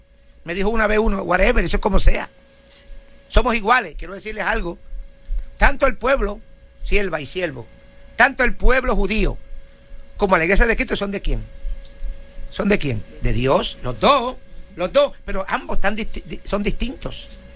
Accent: Puerto Rico; Yo soy puertorriqueño

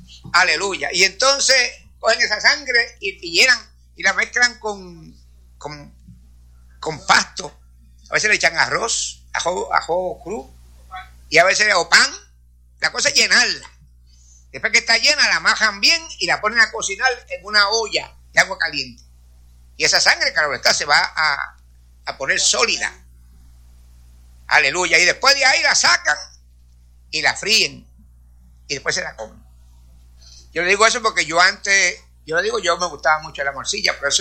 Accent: Corozal, Puerto Rico; moved away; allá en Puerto Rico, también cerca de mi pueblo, yo soy de Corozal, pues está el pueblo de Vega Alta.

